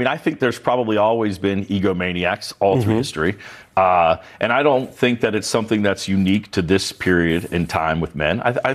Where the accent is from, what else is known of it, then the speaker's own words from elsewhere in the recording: the South, United States; growing up in the South, church is obviously a big part of that culture. And, you know, I have a lot of people in my family who are very religious and involved with the church.